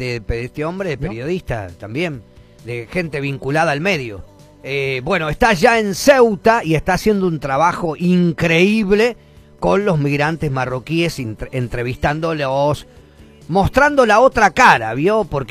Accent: Azul, Buenos Aires Province, Argentina; soy argentino, azuleño.

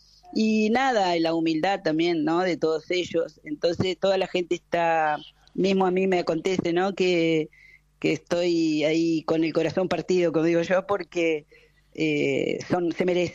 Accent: Ensenada, Buenos Aires Province, Argentina; born there; yo nací en Ensenada, mi padre era caboverdiano y llegó a Argentina con 17 años, se instaló ahí en la zona primero de Dock Sud

